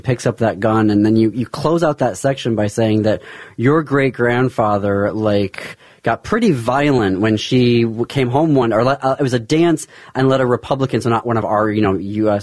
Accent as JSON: {"language": "English", "country": "United States", "tie": "born or raised there", "said": "as Armenian American, Armenian life clearly impacted the way that I grew up in the U.S."}